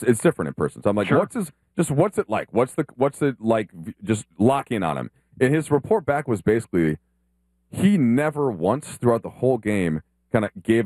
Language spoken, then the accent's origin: English; Orono, Minnesota, United States; I grew up in Orno, Minnesota